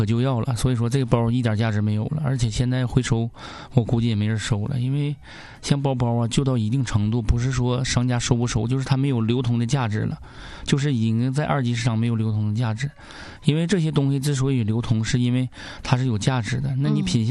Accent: Northeast China, China; accent: Northeastern (Dongbei); 用咱们东北话

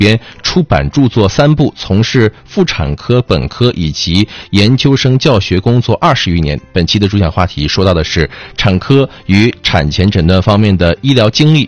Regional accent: Northeast China, China; accent: Northeastern dialect; 咱们东北话就歇力啊

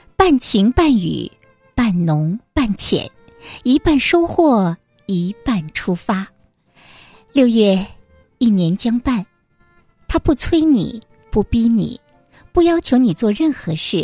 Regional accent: China

